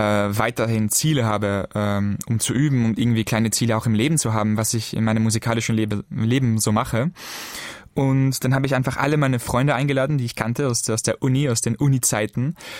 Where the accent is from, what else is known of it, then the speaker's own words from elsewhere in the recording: Vienna, Austria; also born or lived in France; ich bin in Wien geboren und in Wien aufgewachsen. Meine Familie lebt aber in Frankreich. Das heißt, es gab immer eine Art Ping-Pong zwischen Österreich und Frankreich.